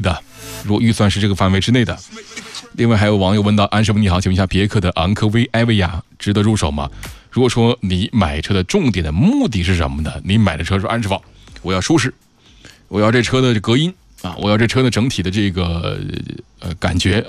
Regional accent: Hulunbuir, Inner Mongolia, China; 因为我老家以前叫做呼伦贝尔盟，后来改盟改市就变成了呼伦贝尔市

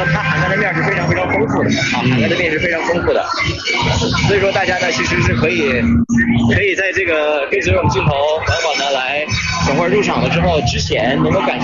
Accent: Yichang, Hubei, China; 它其实是咱们宜昌人夏季消暑的必备

